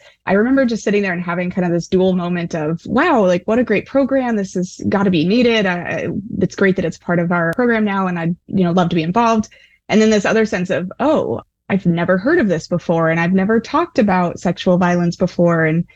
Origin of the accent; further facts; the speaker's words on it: Phoenix, Arizona, United States; moved away as an adult; now in Tucson, United States; I'm actually born and raised in Phoenix, so not too far away from here. I moved out here after high school to become a Wildcat and go to the U